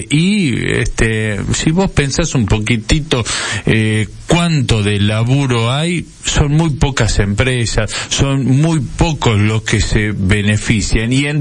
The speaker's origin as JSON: {"language": "Spanish", "country": "Argentina"}